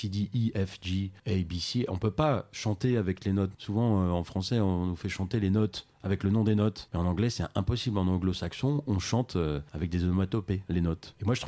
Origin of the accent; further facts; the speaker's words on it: Montbéliard, Bourgogne-Franche-Comté, France; also born or lived in Chartres; Je voulais juste dire qu'on a un point commun avec Damien, c'est que moi je suis originaire de Montbéliard.